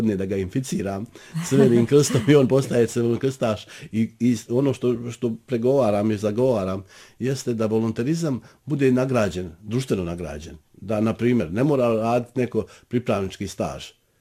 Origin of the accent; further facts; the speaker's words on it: Šekovići, Republika Srpska, Bosnia & Herzegovina; Ja sam iz Šekovića, koji sam 9 godina predstavljao našu Bosnu i Hercegovinu na humanitarnom planu.